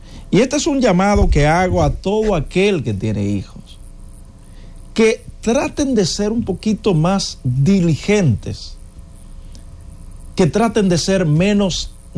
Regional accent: Villa Altagracia, San Cristóbal, Dominican Republic; born there; en mi pueblo, Villa Altagracia

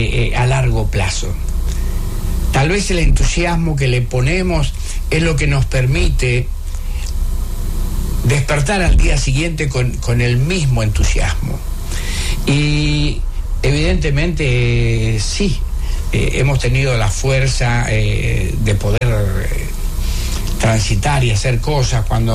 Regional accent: Patagonia, Argentina; also born or lived in Buenos Aires / Posadas, Misiones; now in Dominican Republic; Soy orgullosamente patagónico. La Patagonia queda lejos de todo.

